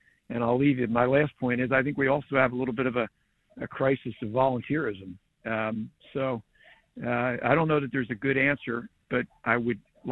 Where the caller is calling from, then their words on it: Trenton, New Jersey, United States; I've been involved in youth soccer here in the Trenton area for a long time